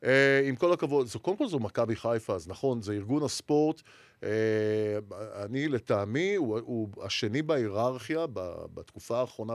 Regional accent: Jerusalem, Jerusalem District, Israel; ואני בכלל ירושלמי

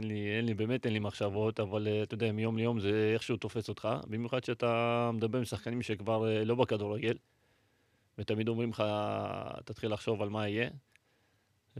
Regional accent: Nof HaGalil, Northern District, Israel; born there; עליתי לארץ בשנת 2000, אני... ב-2001 ישר הגעתי לנוף הגליל, לילדים בית ספר כדורגל, משם כאילו המשכתי את הכל, אתה יודע, כמו שאתה אומר, גם גדלתי ברחובות שם בנוף הגליל

